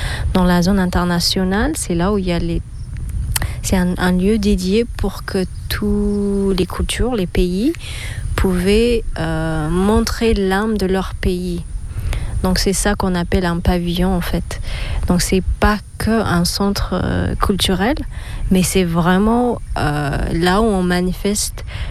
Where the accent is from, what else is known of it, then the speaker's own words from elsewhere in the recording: Ethiopia; now in Auroville, India; moi, je suis d'Éthiopie et pas de la Kenya ou le Togo